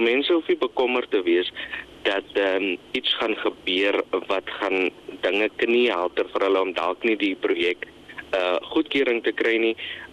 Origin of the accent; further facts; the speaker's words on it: Namibia; ons as inwoners en as Namibiërs